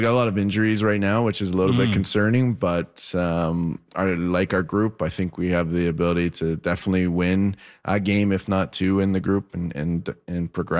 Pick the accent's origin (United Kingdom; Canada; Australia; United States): Canada; being a Canadian growing up here